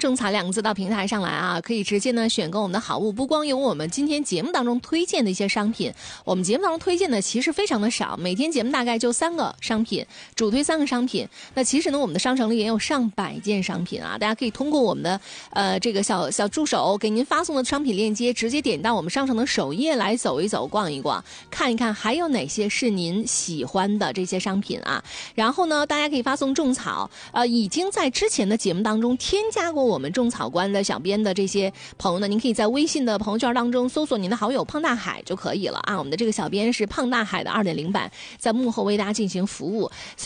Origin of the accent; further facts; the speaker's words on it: Northeast China, China; 我们东北人对这个蚕蛹的喜爱真的是方方面面